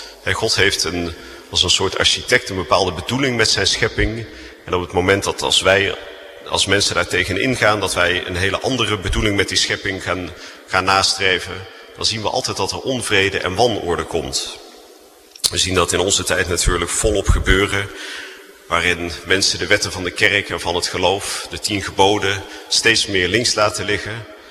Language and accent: Dutch; Netherlands